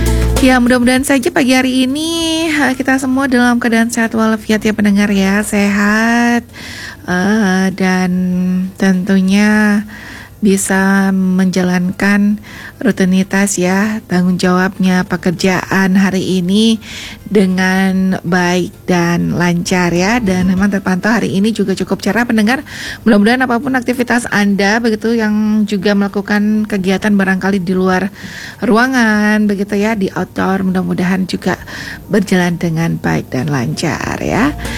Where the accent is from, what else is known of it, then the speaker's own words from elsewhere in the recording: Buleleng, Bali, Indonesia; kita warga Buleleng pendengar